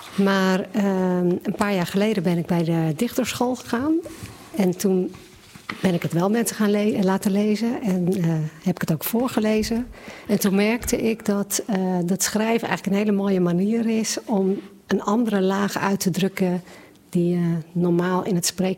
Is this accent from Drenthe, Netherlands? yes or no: no; Wieringermeer, North Holland, Netherlands; born there; now in Gouda, Netherlands; Ik ben geboren in de Wierenmeerpolder, maar ik woon wel al 30 jaar in Gouda.